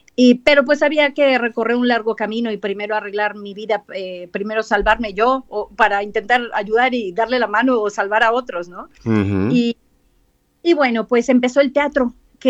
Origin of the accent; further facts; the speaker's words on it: Monterrey, Nuevo León, Mexico; soy de Monterrey, Nuevo León, el norte de México.